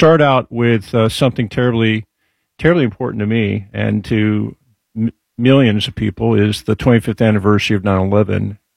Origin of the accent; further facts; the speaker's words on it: New York, United States; moved away as an adult; And so I had just left New York as a New Yorker.